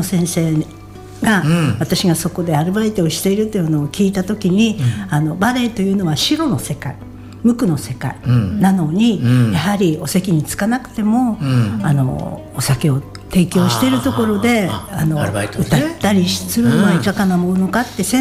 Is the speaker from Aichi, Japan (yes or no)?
no; Sapporo, Hokkaido, Japan; でお母ちゃんと私が札幌で生まれ育ったんですけれども